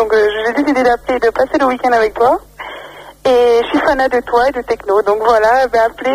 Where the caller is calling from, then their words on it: Brazil; Bon, moi j'ai 19 ans, alors je suis brésilienne.